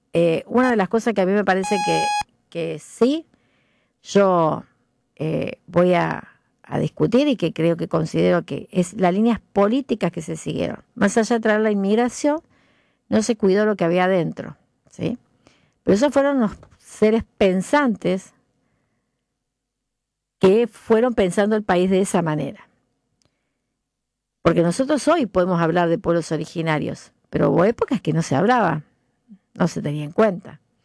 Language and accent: Spanish; Argentina; Empezamos a pensar en nación nosotros, que somos argentinos, ¿sí? Que no, tenemos diferentes orígenes